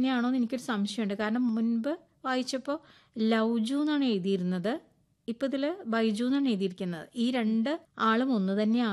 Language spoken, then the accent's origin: Malayalam; Paravur, Kerala, India; ഞാൻ എന്റെ കുട്ടിക്കാലത്ത്, അതായത് ഞാൻ 7-ാം ക്ലാസ്സിൽ പഠിക്കുമ്പോൾ, അത് പറവൂര് ഞങ്ങളുടെ ഗ്രൗണ്ടില്, എന്റെ വീടിനടുത്താണ് ആ ഗ്രൗണ്ട്, അവിടെ അത് കളിച്ചിട്ടുണ്ട് കുറെ നാള്.